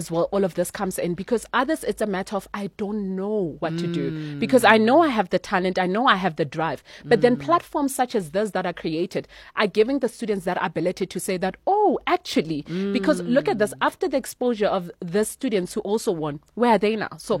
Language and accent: English; Pretoria, Gauteng, South Africa; I'm from Pretoria.